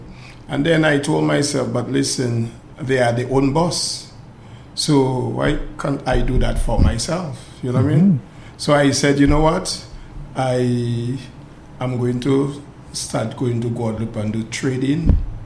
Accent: St. Joseph, Saint Joseph Parish, Dominica; I'm from the West Coast, a village called St. Joseph.

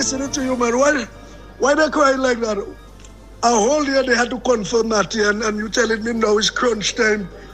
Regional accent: Dominica; now in Virgin Islands; When I came from Dominica, to marry my auntie, I came up with my voter ID card.

